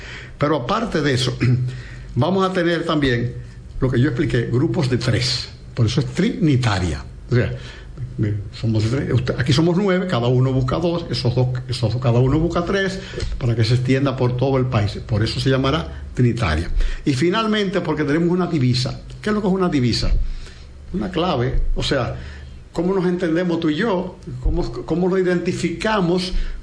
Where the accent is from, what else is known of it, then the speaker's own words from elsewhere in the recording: Dominican Republic; Sánchez era moreno, como muchos dominicanos, sí. Tenemos esa peculiaridad.